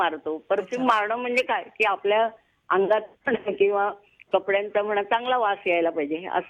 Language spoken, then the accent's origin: Marathi; Nashik, Maharashtra, India; मी नाशिकचीच आहे